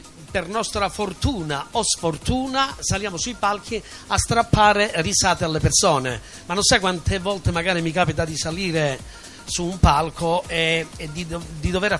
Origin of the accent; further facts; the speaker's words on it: Catanzaro, Calabria, Italy; arrivo da Catanzaro